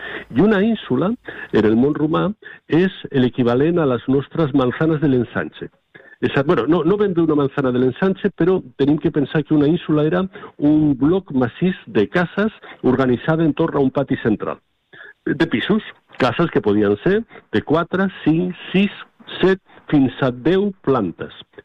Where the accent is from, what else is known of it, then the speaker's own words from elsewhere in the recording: Tarragona, Catalonia, Spain; jo recordo de nen a Tarragona, jo vivia en una casa de lloguer amb els meus pares